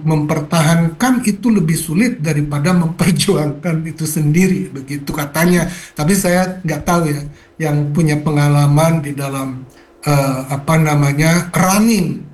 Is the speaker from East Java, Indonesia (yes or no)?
yes; Malang, East Java, Indonesia; kita sebagai warga Malang.